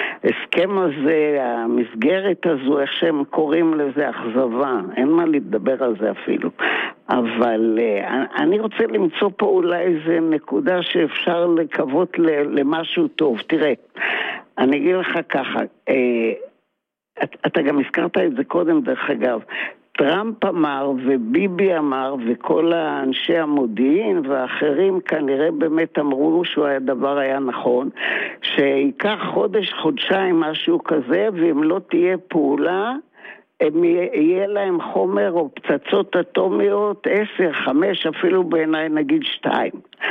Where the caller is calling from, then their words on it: Tel Aviv, Tel Aviv District, Israel; מתל אביב.